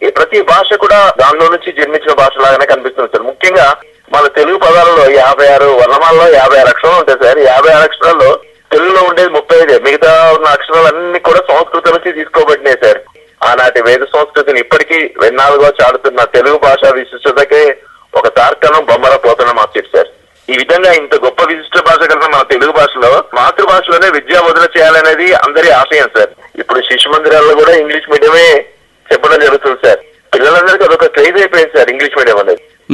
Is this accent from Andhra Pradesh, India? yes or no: no; Warangal, Telangana, India; మాకు వరంగల్ కోట సార్, మా native place sir.